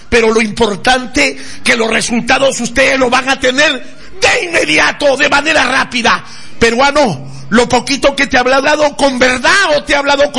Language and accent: Spanish; Mexico; now in Peru; dime que soy un mexicano mentiroso, un charlatán, un fanfarrón